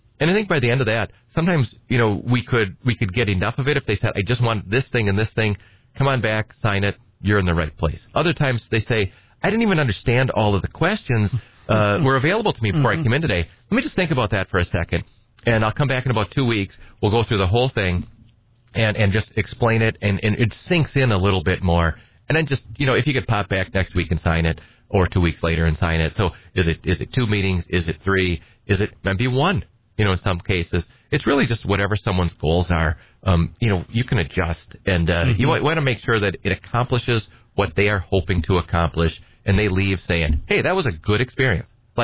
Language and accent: English; Edgar, United States; You know, I grew up, I'm from Edgar.